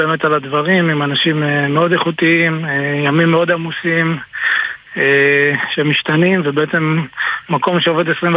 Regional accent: Southern District, Israel; אז אני מהדרום, משרת כקצין אגם בחממה, חמל האש של פיקוד הדרום, ופה מתחילת המלחמה.

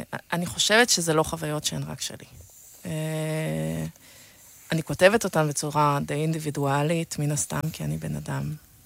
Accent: France; moved away; אמא שלי צרפתיה, גדלתי בצרפת, וזה חלק מאוד גדול ממי שאני

